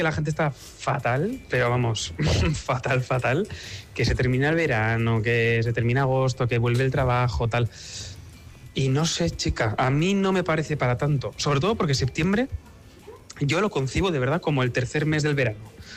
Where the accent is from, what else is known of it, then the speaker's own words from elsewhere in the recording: San Sebastián, Basque Country, Spain; yo soy de Donosti